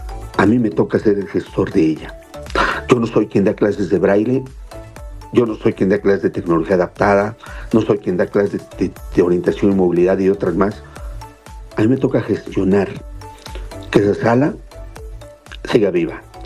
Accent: Oaxaca, Mexico; qué orgullo saberlo como oaxaqueños

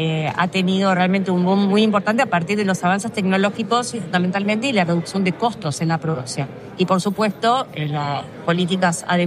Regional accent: Argentina

